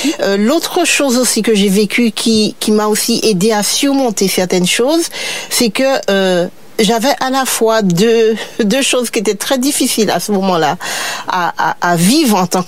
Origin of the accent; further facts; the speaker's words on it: Rivière-Salée, Martinique; Alors, j'ai grandi dans une famille de 9 enfants. Ma mère a quand même perdu 2 garçons très tôt. Donc, nous étions 7. On a grandi... Pour ma part, j'ai grandi à Rivière-Sal